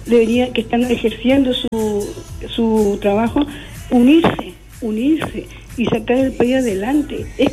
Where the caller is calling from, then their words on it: Chile; yo pienso como chilena